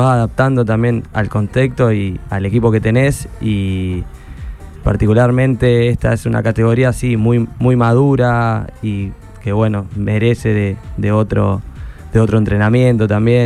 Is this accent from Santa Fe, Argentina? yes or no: yes; Villa Constitución, Santa Fe, Argentina; yo soy de Villa Constitución, una ciudad acá cerca, para el lado de Buenos Aires.